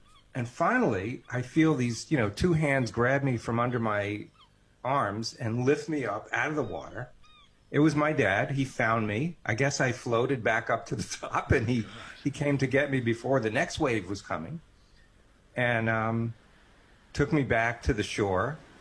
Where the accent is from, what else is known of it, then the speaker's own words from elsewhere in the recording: Coney Island, New York, United States; I grew up in Coney Island, so, during the summers, we would literally walk to the beach with my parents